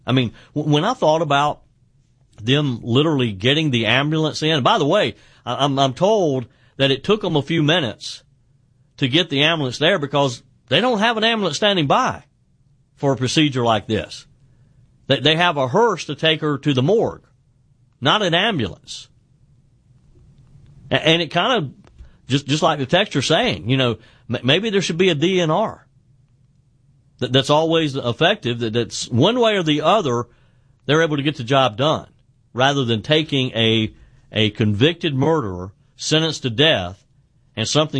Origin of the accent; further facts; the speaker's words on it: South Carolina, United States; moved away; my home state of South Carolina